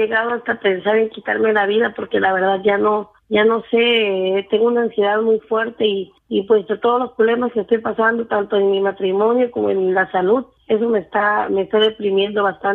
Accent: Veracruz, Mexico; born there; Puerto de Veracruz

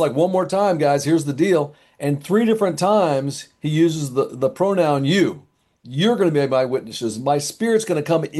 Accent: Chicago, Illinois, United States; One of them is in Chicago, which is my hometown.

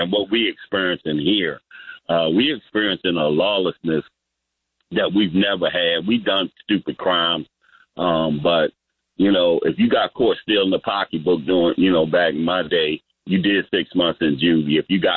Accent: Baltimore, Maryland, United States; also born or lived in New York; here in Baltimore, Carl, I was born in New York, but I lived in Baltimore most of my life, man.

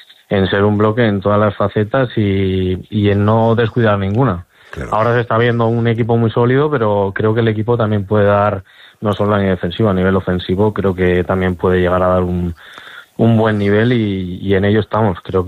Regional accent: Ágreda, Castile and León, Spain; he estado muy muy arraigado a Soria, he estado muy arraigado a mi pueblo, a Agre, a mis amigos, a mi familia

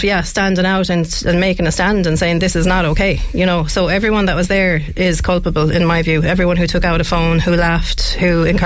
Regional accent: Shannon, County Clare, Ireland; obviously I'm from Shannontown, you know, the retail space there is really, really lacking

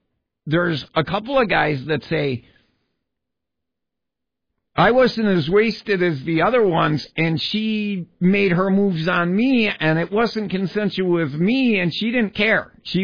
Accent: Wisconsin, United States; I grew up in Wisconsin.

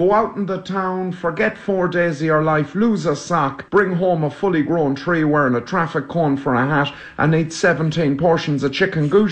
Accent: Ireland; Now, I would just like to take a second to speak directly to the Scottish people as an Irishman.

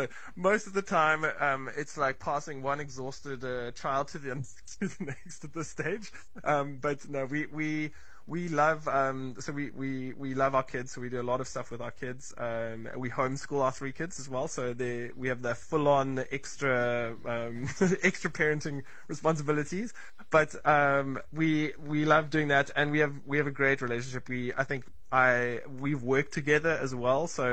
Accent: South Africa; But over time, you realize as a South African, you have a whole wheelhouse of skills that you didn't know that you had, because a whole bunch of South Africans that you live with are the same.

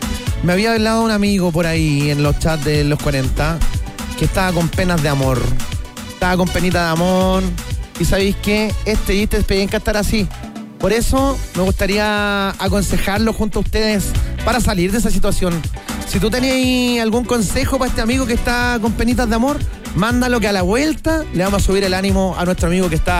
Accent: Santiago, Santiago Metropolitan Region, Chile; Oye, un abrazo a mi gente de Macul. Yo soy de Macul, para los que no saben, ¿eh?

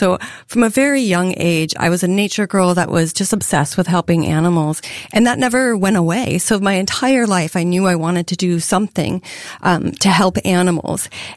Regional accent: North Dakota, United States; No, I'm from North Dakota.

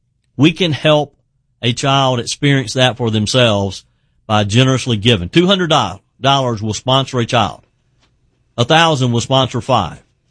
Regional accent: South Carolina, United States; this is going to affect what's happening in my home state of South Carolina today.

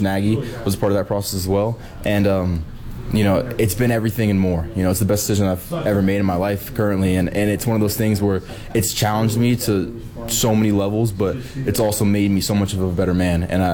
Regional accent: Sacramento, California, United States; moved away as an adult; now in Bethlehem, United States; Yeah, I'm from Sacramento, California. I'm a senior.

